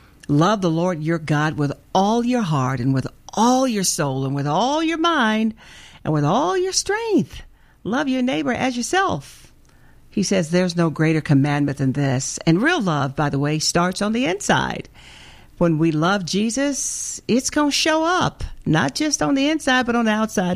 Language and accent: English; Missouri, United States; I'm from Missouri. Show me.